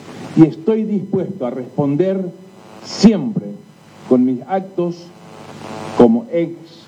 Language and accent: Spanish; Paraguay; Pero no me despido como ciudadano paraguayo.